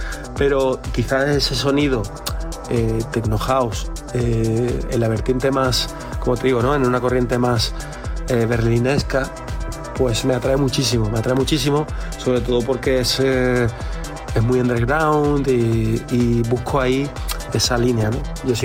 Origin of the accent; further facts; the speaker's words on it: Málaga, Andalusia, Spain; por haber sido también en Málaga, y por estar en mi tierra